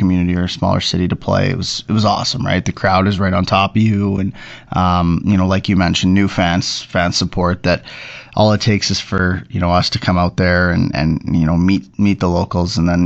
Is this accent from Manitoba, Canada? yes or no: yes; Manitoba, Canada; now in Saskatchewan, Canada; I'm from Manitoba